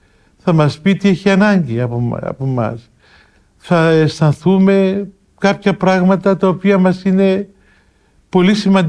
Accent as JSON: {"language": "Greek", "country": "Greece", "said": "εμείς ως Έλληνες και ως Ορθόδοξοι"}